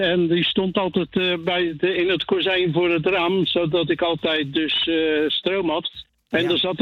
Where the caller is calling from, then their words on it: Vlaardingen, South Holland, Netherlands; Uit Vlaardingen.